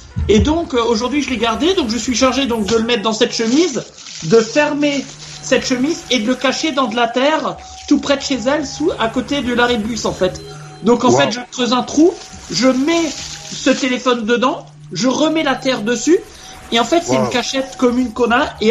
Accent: Strasbourg, Grand Est, France; de Strasbourg et donc je fréquente une Algérienne depuis 4 mois

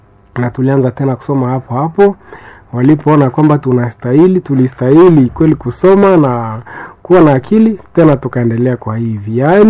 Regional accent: Butembo, North Kivu, DR Congo; Mimi binafsi nilitoka hapa kwetu Butembo Kitatumba, nilikuwa parosi Kitatumba

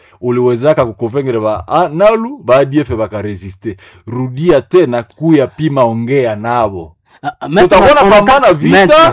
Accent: Bunia, Ituri, DR Congo; sisi tunaendelea mpaka Bunia kule kwetu.

